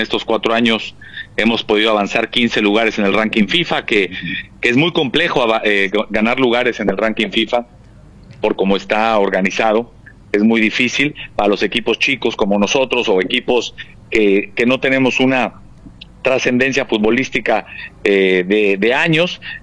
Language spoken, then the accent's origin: Spanish; Mexico; Yo soy mexicano y trabajé en mi selección para 2 Copas del Mundo.